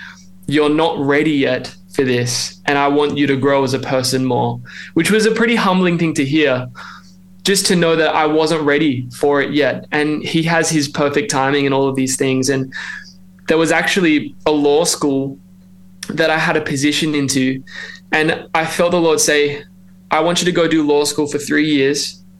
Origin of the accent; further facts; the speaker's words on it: Melbourne, Victoria, Australia; accent: Australian; moved away as an adult; now in Nashville, United States; I'm trying to keep that accent because we've been living in the States for the past 3.5 years. And I grew up in Melbourne my whole life, pretty much, and just never thought I would have left Melbourne in my whole life, because I love Melbourne so much and all of our families are there.